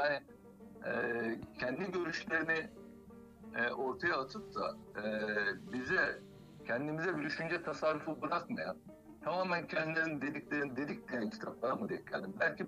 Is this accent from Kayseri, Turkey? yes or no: no; Sakarya, Turkey; benim memleketimden Sakarya gelenim ben.